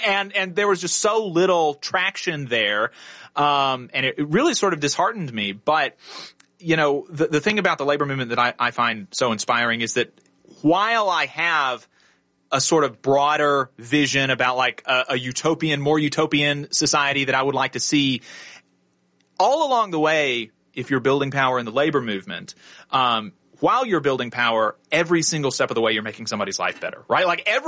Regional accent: Huntsville, Alabama, United States; I grew up in Alabama. Born and raised Huntsville, Alabama. That's everywhere I've ever lived.

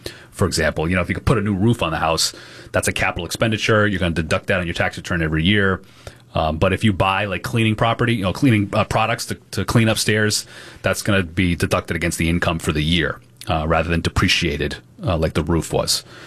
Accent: Rhode Island, United States; I know here in Rhode Island, my home state, there are different standards for two-family buildings

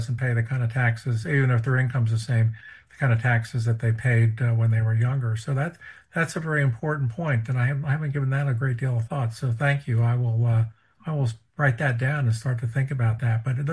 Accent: Ohio, United States; When I grew up in Ohio, never knew about North Carolina.

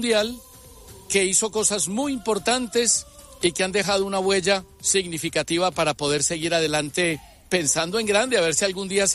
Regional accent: Colombia; mi pueblo, no entiendo a mi Colombia querida.

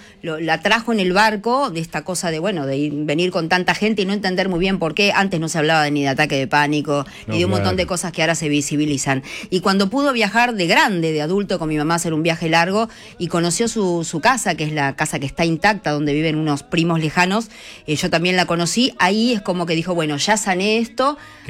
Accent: Buenos Aires, Argentina; Yo soy de acá, de Buenos Aires, pero mi papá, soy hija de inmigrantes.

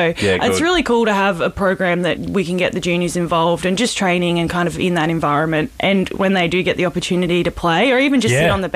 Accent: Townsville, Queensland, Australia; now in Launceston, Australia; Well, I'm from Townsville in North Queensland

